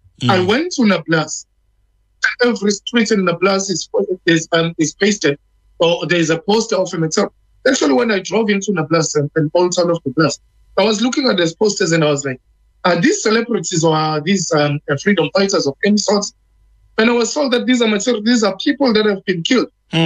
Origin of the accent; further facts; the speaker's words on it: KwaZulu-Natal, South Africa; I'm one activist from South Africa in KZN